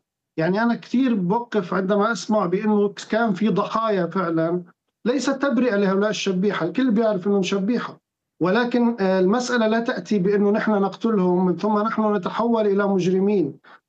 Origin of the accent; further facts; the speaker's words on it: Syria; التصالح مع بعض رموز النظام السابق بشكل مستفز لنا كسوريين ولذوي الضحايا.